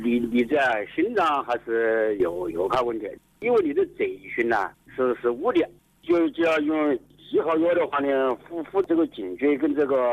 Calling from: Tianmen, Hubei, China; 我是天门石河的。

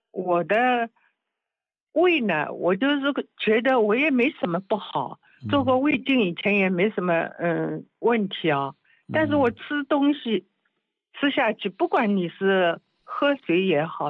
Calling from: Hangzhou, Zhejiang, China; 我是杭州地区萧山。

